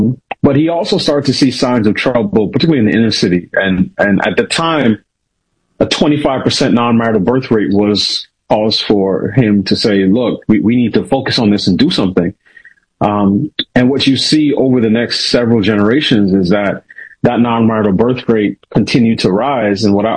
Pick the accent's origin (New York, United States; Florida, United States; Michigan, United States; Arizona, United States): New York, United States; New York City; also born or lived in Pittsburgh; I grew up in New York City. You know, I went to school and college in Pittsburgh. I've been in the DC area now almost 20 years.